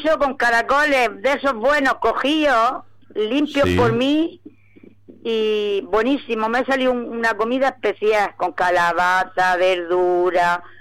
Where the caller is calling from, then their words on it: La Ñora, Region of Murcia, Spain; de la Ñora